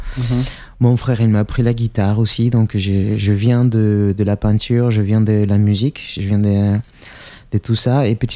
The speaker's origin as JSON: {"language": "French", "country": "Chile", "second_language": "French", "moved": "yes", "lives_now": "France", "said": "moi, je suis étranger, donc effectivement, j'ai pu voir ça. Je viens du Chili."}